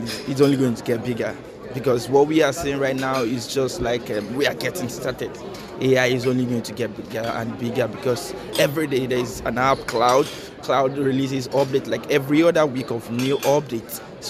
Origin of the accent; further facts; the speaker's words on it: Nigeria; moved away as an adult; now in Italy; I'm from Nigeria and I school presently in Italy in Lumsar University.